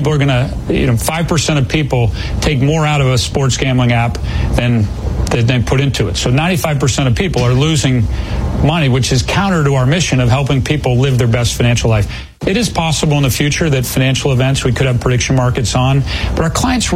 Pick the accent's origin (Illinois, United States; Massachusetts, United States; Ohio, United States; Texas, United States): Massachusetts, United States; Boston; I grew up in the Boston, Massachusetts area.